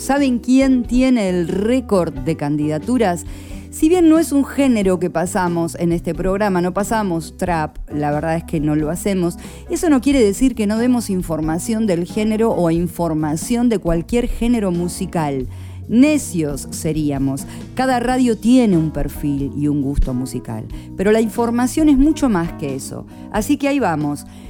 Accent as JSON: {"language": "Spanish", "country": "Argentina", "moved": "yes", "lives_now": "Spain"}